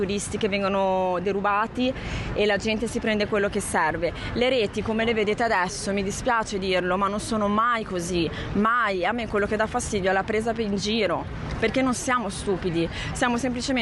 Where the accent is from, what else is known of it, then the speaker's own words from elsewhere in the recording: Genoa, Liguria, Italy; io sono nata e cresciuta a Genova. Ho fatto tutta la mia gioventù nei vicoli, Piazza delle Erbe.